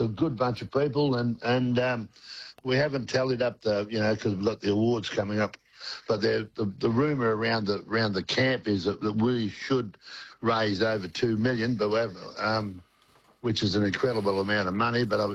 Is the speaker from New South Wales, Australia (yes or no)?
no; Bendjeroop, Victoria, Australia; I come from a place called Bendjeroop